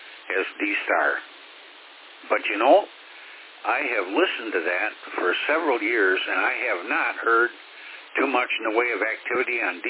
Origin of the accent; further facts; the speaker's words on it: Holly, Michigan, United States; moved away as an adult; now in Zilwaukee, United States; I grew up in Holly and wound up living up here in near Zilwaukee.